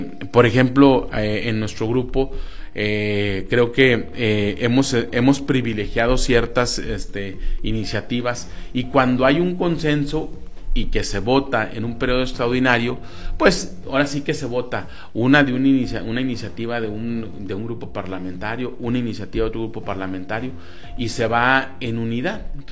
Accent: Mexico; como mexicanos que somos

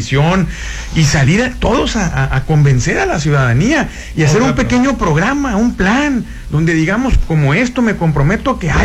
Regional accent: Sinaloa, Mexico; Antes que priista, soy sinaloense. Y yo toda mi vida he sido priista y le pido a Dios morir priista, pero antes que priista soy sinaloense

